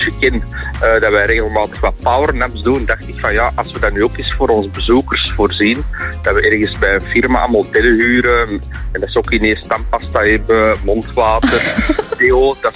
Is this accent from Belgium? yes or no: yes; Belgium